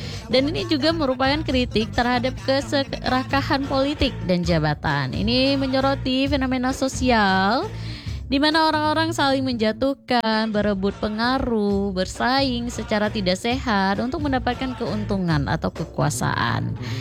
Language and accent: Indonesian; Aceh, Indonesia; kalau kita orang Aceh